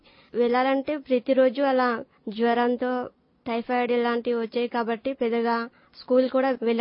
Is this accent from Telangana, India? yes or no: no; Rangarajapalli, Andhra Pradesh, India; born there; మా ఊరు రంగరాజపల్లి అండి.